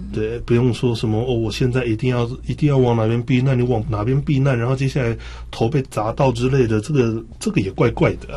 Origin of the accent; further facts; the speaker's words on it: Taiwan; 我们台湾人常常会隔壁就便利商店啊，所以就真的需要的时候去买一下就好了。